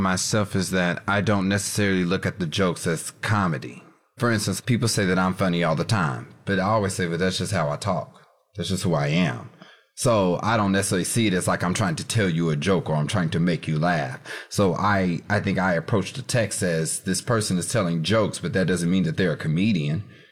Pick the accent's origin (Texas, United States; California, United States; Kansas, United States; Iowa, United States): Kansas, United States; I'm from Kansas. I'm used to being Dorothy, stuck in the cyclone, trying to find my way to Oz.